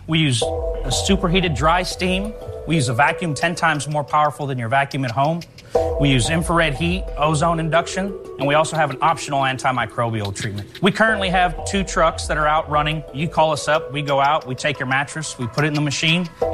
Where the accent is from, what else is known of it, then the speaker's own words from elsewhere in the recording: Dallas, Texas, United States; I'm from Dallas, Texas.